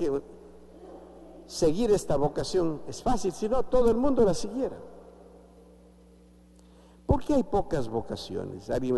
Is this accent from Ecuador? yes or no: yes; Ecuador; also born or lived in Rome; now in Macas, Ecuador; ordenado sacerdote en mi pueblo natal